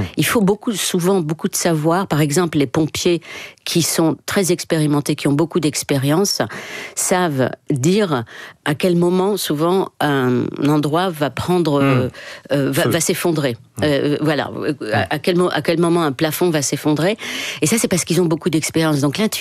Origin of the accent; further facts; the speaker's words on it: Morocco; Oui, je décris ce sentiment quand j'étais enfant au Maroc.